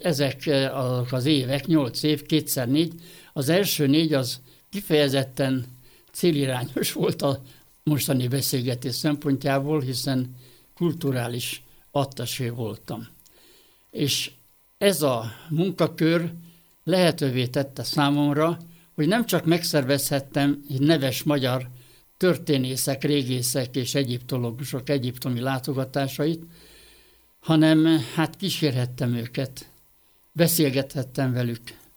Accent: Győr, Győr-Moson-Sopron, Hungary; moved away as an adult; also born or lived in Egypt; én nekem győri magányom van. Ott születtem én, ez egy másik vers, a nagyapám után Papkertnek nevezett rezidencián, egy háromlábú tornázas kúriában, két hold birtok.

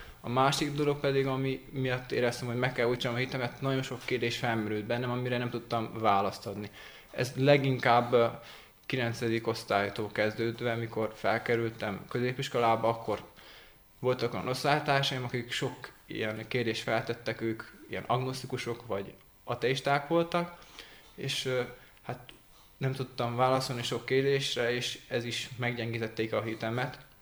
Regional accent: Sălaj, Romania; now in Cluj-Napoca, Romania; Én Szilágy megyéből kerültem ide Kolozsvárra. Matematikát tanulni jöttem fel

